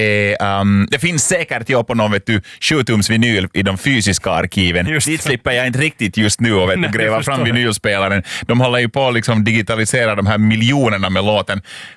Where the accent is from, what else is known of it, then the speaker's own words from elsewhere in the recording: Lapinjärvi, Uusimaa, Finland; Sen i och för sig, jag kommer själv från Östra Nyland, från Lappträsk, och där finns det många som heter, som riktiga efternamn, Lustig.